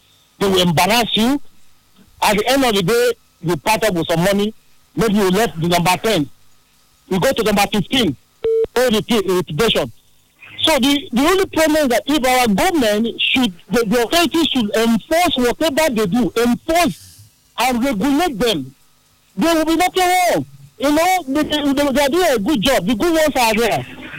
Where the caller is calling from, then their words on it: Port Harcourt, Rivers, Nigeria; I'm calling from Port Harcourt.